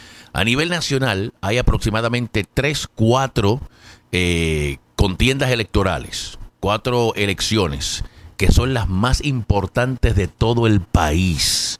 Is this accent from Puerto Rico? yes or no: yes; Puerto Rico; now in Allentown, United States; mi gente puertorriqueña